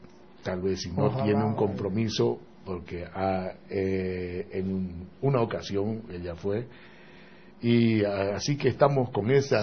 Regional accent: Santa Cruz, Bolivia; los dueños de la plaza, que somos los cruceños, los cambas.

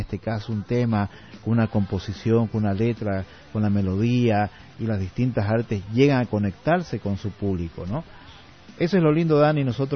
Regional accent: Bolivia; nosotros como acá bolivianos

